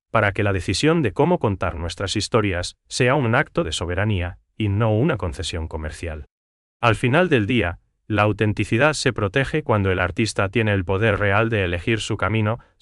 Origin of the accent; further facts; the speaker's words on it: Paraguay; lo que nos define como paraguayos es esa capacidad única de integrar el pasado guaraní en cada paso que damos hacia adelante